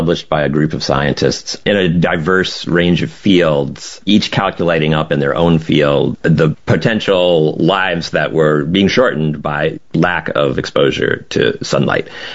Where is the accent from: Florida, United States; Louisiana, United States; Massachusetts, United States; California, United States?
Florida, United States; Like, I grew up in Florida in the 80s and 90s.